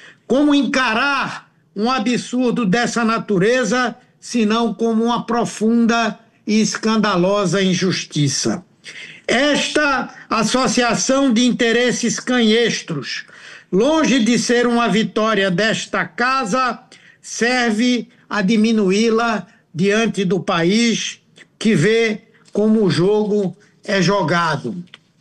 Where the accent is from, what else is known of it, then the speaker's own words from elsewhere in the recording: Brazil; como brasileiro e como senador